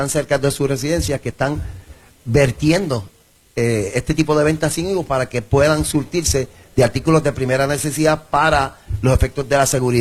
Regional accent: Bayamón, Puerto Rico; Yo soy de Bayamón, estoy aquí en mi casa

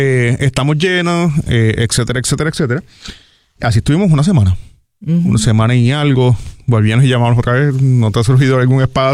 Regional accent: Barranquitas, Puerto Rico; now in Gurabo, Puerto Rico; Yo soy natural de Barranquita, pero llevo unos años viviendo en Gurabo.

